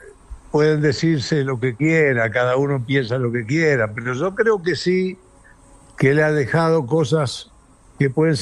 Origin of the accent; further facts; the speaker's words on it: Uruguay; Los uruguayos no somos como los chilenos, ni somos como los argentinos siquiera, que estamos ahí enfrente.